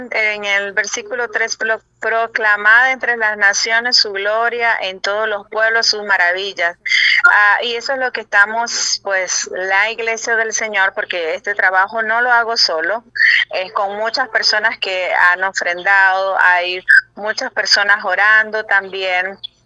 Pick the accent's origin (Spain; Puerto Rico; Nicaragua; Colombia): Nicaragua; moved away as an adult; now in Southeast Asia; estoy nuevamente en mi tierra del Pinolillo, de lagos y volcanes. Y bueno, sí, desde hace ya 14 años estoy en el sudeste de Asia.